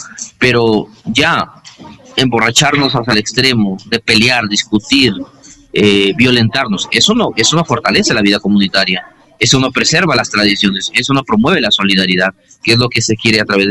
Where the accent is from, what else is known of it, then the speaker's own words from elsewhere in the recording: Peru; somos así los peruanos